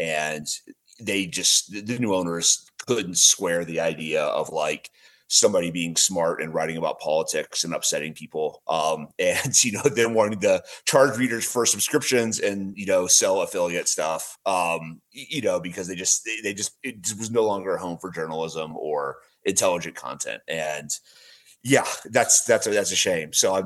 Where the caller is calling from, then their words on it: Bozeman, Montana, United States; Bozeman, Montana.